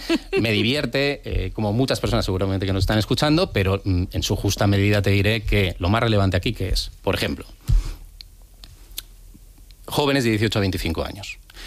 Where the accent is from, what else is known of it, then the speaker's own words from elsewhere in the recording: San Sebastián, Basque Country, Spain; now in Madrid, Spain; yo cuando llegué de Donosti a Madrid